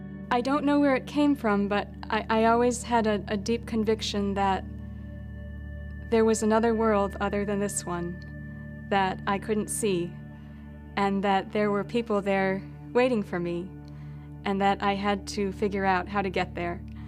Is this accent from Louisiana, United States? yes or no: no; Wisconsin, United States; moved away; I'm originally from Wisconsin. I'm a fairly recent convert to the Catholic faith